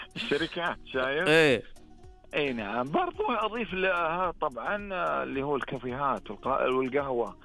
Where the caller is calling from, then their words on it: Saudi Arabia; عندنا في السعوديه